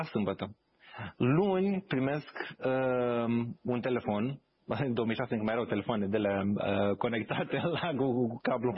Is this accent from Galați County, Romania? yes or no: yes; Târgu Bujor, Galați County, Romania; M-am născut în Galați, dar am trăit până în clasa 8 la Târgu Jor, care e și mai mic decât Galațiu, că 3.000 jumate de oameni. Și țin minte când m-am mutat în clasa 8, am mutat la liceu în Galați.